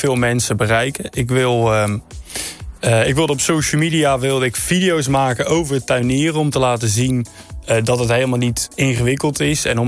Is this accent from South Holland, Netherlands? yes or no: yes; Kwintsheul, South Holland, Netherlands; Ik ben geboren en getogen in Kwinsheul. En een echte tuinderszoon.